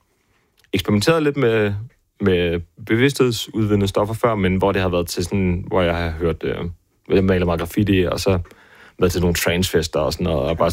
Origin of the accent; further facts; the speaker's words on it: Svendborg, Region of Southern Denmark, Denmark; jeg er fra Svendborg, og den handler ligesom bare, det er sådan meget en melodi, for sådan, hvad, altså hvor jeg er fra, og det er sådan gule huse, træskib ude på vandet